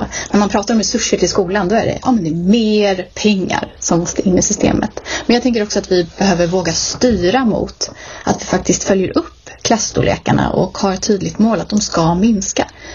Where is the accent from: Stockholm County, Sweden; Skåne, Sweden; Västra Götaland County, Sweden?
Stockholm County, Sweden; Älta; men jag är uppvuxen i Älta också, så att jag har bott i lite olika delar av Nacka.